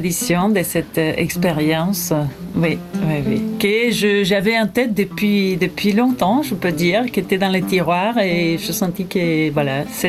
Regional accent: Entre Ríos, Argentina; also born or lived in Córdoba; je peux dire que je suis née à Córdoba. Après, j'ai grandi plus en Entre Ríos, justement du côté de l'Uruguay

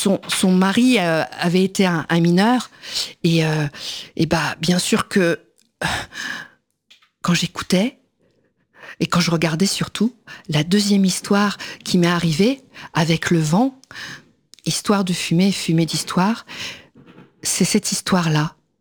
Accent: Kraków, Lesser Poland, Poland; Bah tu sais, moi je viens de Cracovie.

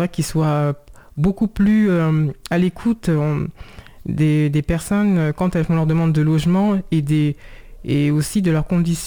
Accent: Saint-Cloud, Île-de-France, France; born there

